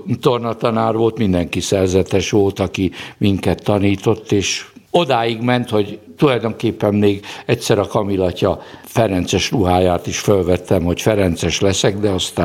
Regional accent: Endrefalva, Nógrád, Hungary; 50-ben születtem, szeptember 19-én, Széchény melletti kis faluban, Endrefalván. Széchény után Salgótarján felé van. Akkor egy 1200-1300-as lelkes falu volt

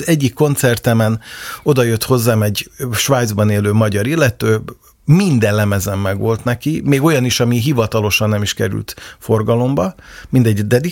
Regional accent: Budapest, Hungary; Ugye én angyalföldi vagyok

